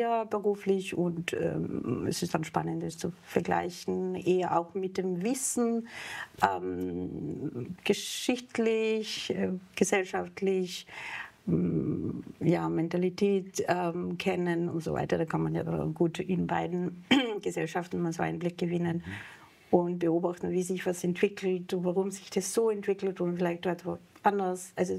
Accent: Serbia; moved away as an adult; also born or lived in Kosovo; Ich bin auch in Jugoslawien geboren, heute Kosovo, aufgewachsen aber in Serbien und habe natürlich einen konstanten Bezug.

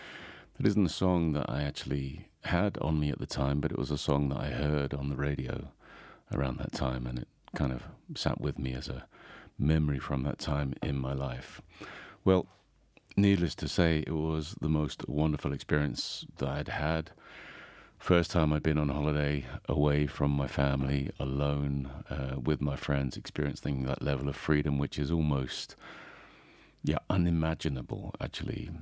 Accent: England, United Kingdom; now in Zell am See, Austria; from England, the guy who lives in Zillamsey, works as a ski instructor.

